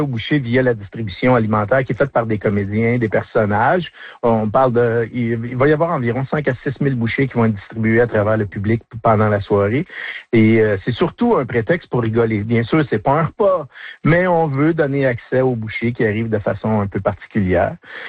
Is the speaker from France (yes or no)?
no; Rouyn-Noranda, Quebec, Canada; moved away; En passant, je viens de Rouyn-Noranda, j'ai quitté Rouyn-Noranda il y a tout ça 25 ans, plus ou moins.